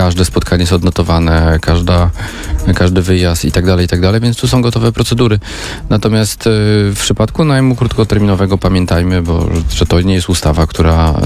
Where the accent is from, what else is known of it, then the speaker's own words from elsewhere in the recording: Warsaw, Masovian Voivodeship, Poland; jestem warszawiakiem